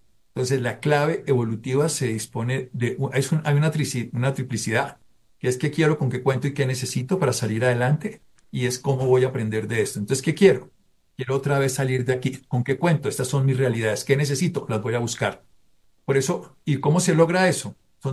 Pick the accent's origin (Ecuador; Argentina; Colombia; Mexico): Colombia; Pero como colombianos, dejemos las divisiones, dejemos todas las hipótesis que nos separan y juntémonos porque nos tiene que doler a todos.